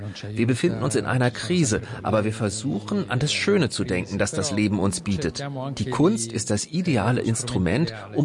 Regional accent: Rome, Lazio, Italy; now in Berlin, Germany; Ich komme aus Rom. Das ist voll von schönen Palästen.

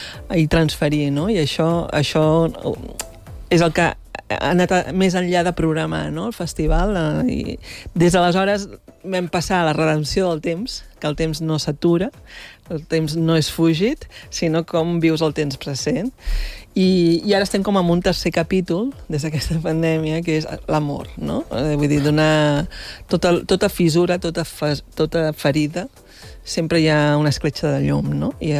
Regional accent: Barcelona, Catalonia, Spain; now in Empordà, Spain; jo soc de Barcelona, visc a l'Empordà, des de que soc director del festival

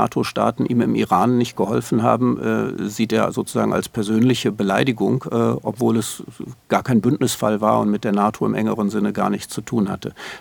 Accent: Germany; für uns als Deutsche

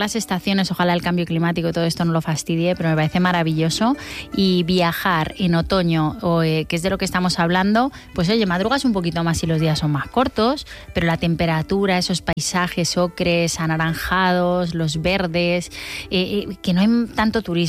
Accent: Spain; siendo española

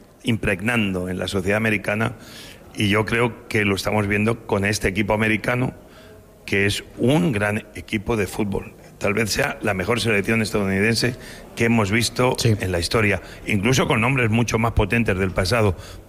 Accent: Asturias, Spain; yo soy como un niño pequeño con esto de la selección y también del Barcelona, que soy asturiano del Barça

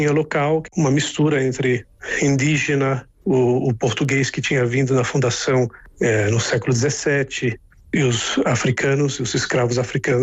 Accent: Florianópolis, Santa Catarina, Brazil; Eu sou do litoral, eu sou de Florianópolis

